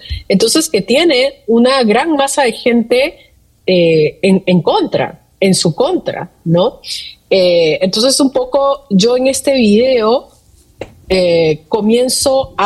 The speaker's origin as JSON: {"language": "Spanish", "country": "Peru", "tie": "born or raised there", "moved": "yes", "said": "en Perú, aunque siempre tengo un ojo vigilante a mi patria porque puedo estar lejos geográficamente, pero siempre me preocupo por lo que pasa en mi país, no solamente porque tengo familias y amigos, sino porque quiero mi país, porque he nacido y crecido allí"}